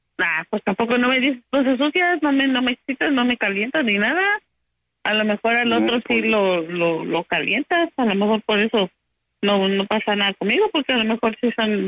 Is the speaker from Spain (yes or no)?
no; Veracruz, Mexico; Yo soy jarocha, yo soy de tierra caliente.